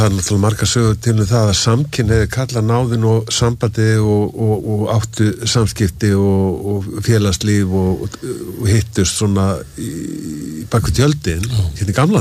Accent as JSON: {"language": "Icelandic", "town": "Bolungarvik", "region": "Westfjords", "country": "Iceland", "tie": "born or raised there", "said": "ég er fæddur í Bólungavík og hérna, og þá vorum við, byggum við á svona íbúð í Bólungavík"}